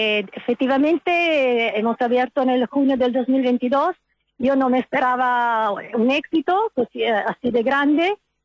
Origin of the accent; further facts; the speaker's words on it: Milan, Lombardy, Italy; Spanish is a second language; moved away as an adult; now in Es Migjorn Gran, Spain; en mi casa, en Milán. Yo soy italiana. Cuando me mudé a Esmichorgran